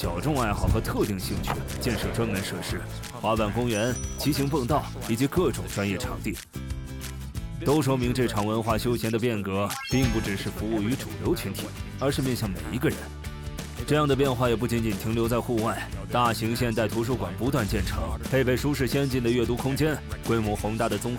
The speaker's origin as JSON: {"language": "Chinese", "country": "Canada", "moved": "as an adult", "lives_now": "China", "said": "我是一名加拿大人，至今已经在中国生活了18年。"}